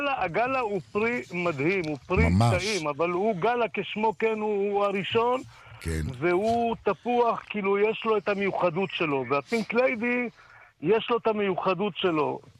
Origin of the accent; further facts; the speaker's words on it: Dimona, Southern District, Israel; moved away; אני תמיד מאז שהייתי ילד קטן, אני במקור מדימונה.